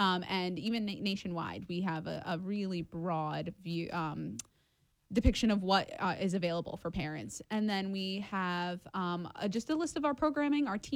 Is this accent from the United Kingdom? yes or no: no; New York, United States; I am from the Hudson Valley and, you know, I just, I love it. I love working for my community and with my community in the way that I do.